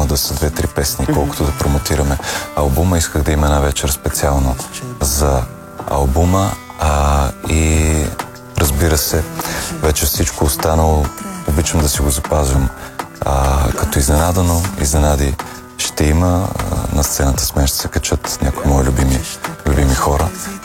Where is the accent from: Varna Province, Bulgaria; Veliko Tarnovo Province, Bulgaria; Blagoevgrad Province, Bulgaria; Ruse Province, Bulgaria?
Varna Province, Bulgaria; Varna; аз съм варненец